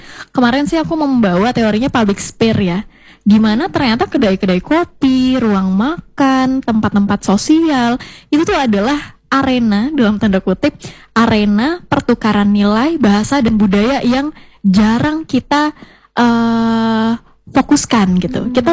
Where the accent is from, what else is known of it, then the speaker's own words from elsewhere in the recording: Central Kalimantan, Indonesia; Kita tuh orang Kalimantan Tengah tuh ternyata budayanya kaya banget loh.